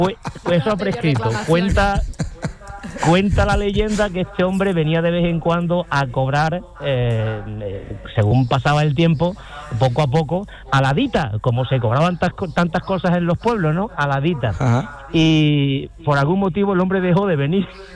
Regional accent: Ubrique, Andalusia, Spain; born or raised there; now in Seville, Spain

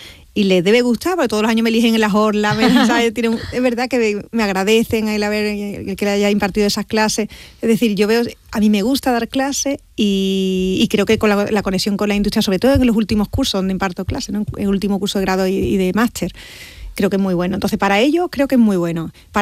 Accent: Andalusia, Spain; es que somos andaluces.

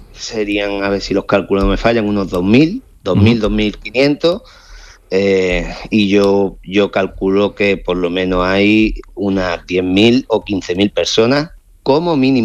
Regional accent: Ceuta, Spain; estando aquí en la ciudad y soy de aquí, de Ceuta, y tenemos unos 84.000 habitantes.

